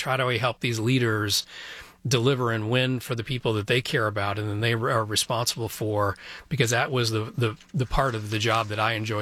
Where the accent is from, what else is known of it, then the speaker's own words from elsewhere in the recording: DeWitt, United States; But so I grew up in DeWitt.